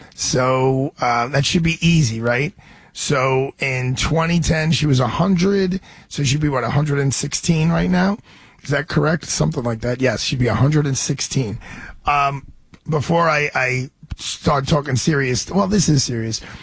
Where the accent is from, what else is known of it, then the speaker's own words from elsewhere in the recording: Brooklyn, New York, United States; he's just a couple of years younger than I, from Chicago, I'm from Brooklyn, but there's so many similarities.